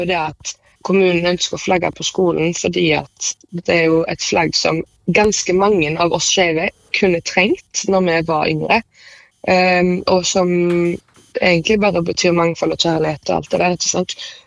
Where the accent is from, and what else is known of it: Haugesund, Rogaland, Norway; born there; moved away